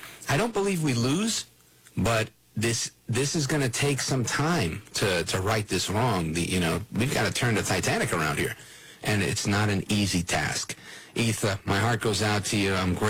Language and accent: English; Brooklyn, New York, United States; I guess I had been inoculated by this growing up in Brooklyn amongst the Jews